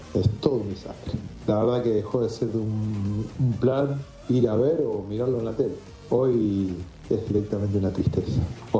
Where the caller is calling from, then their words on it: Pergamino, Buenos Aires Province, Argentina; del Pergamino, hincha fanático de Independiente.